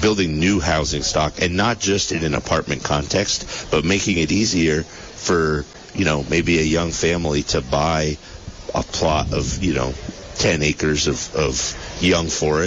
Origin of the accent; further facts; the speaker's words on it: Putney, Vermont, United States; so I grew up in Putney. I went to Brattleboro High School. The year I entered Brattleboro High School in 2010